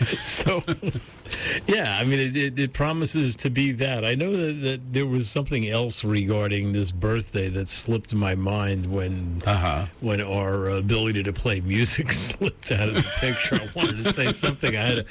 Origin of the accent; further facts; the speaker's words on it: New Jersey, United States; moved away; I was from New Jersey